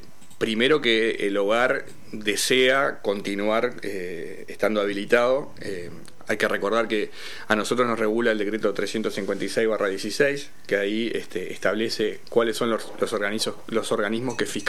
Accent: Montevideo, Uruguay; moved away; yo soy de Montevideo.

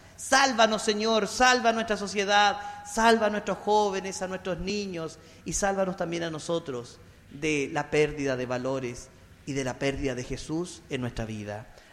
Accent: Chile; Pero típico que somos antes del partido, todos somos chilenos y la roja de todos.

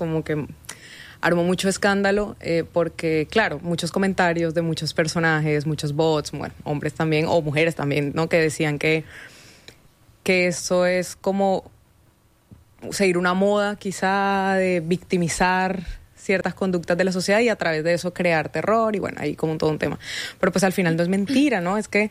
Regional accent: Barranquilla, Atlántico, Colombia; moved away as an adult; now in Bogotá, Colombia; yo crecí en Barranquilla, hasta hace 3 años, ahorita vivo en Bogotá, que quizá el clima se parece un poco más al de acá, pero en Barranquilla hace mucho calor, y aparte es una ciudad muy carnavalera, muy fiestera

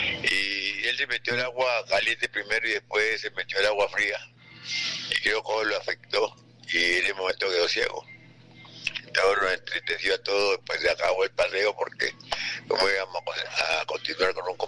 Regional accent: Buenaventura, Valle del Cauca, Colombia; born there; Nací en Buenaventura, en el barrio Obrero.

